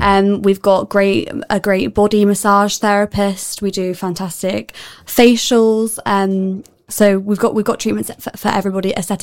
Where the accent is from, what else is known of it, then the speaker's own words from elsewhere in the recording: South West England, United Kingdom; moved away as an adult; now in Cheshire, United Kingdom; Born and bred in Cornwall